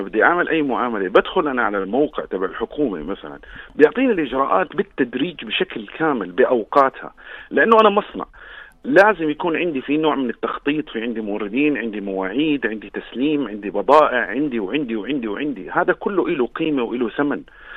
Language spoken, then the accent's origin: Arabic; Jordan; moved away; انا مستثمر، انا جاي من برا البلد، صحيح انا مواطن اردني بس انا ما بعرف كل شيء، انا مش عايش في البلد.